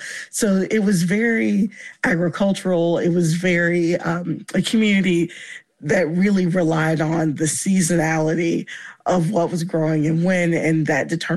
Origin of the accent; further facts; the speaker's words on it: Virginia, United States; Yeah, so I did not grow up knowing about Miss Lewis, even though I grew up in Virginia.